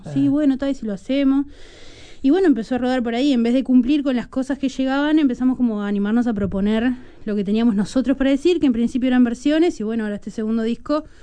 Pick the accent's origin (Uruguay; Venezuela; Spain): Uruguay; Rocha; moved away; yo soy de Rocha